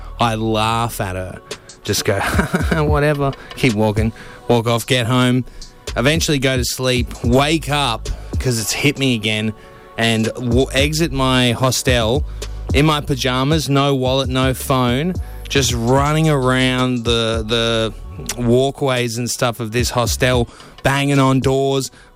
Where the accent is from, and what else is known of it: Australia; accent: Australian